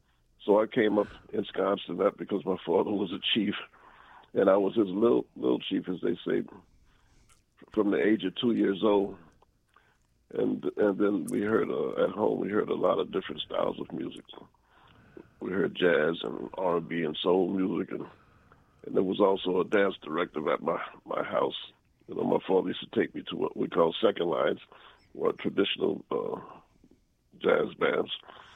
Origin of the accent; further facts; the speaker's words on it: New Orleans, Louisiana, United States; I grew up in here in New Orleans